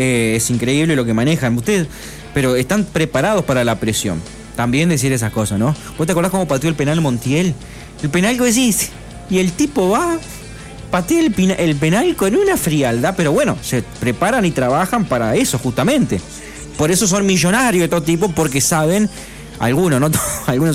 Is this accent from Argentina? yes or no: yes; Argentina; me duele a mí como argentino